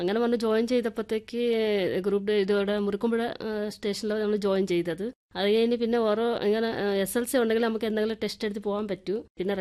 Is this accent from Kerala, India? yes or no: no; Andhra Pradesh, India; moved away; Andhra Pradesh.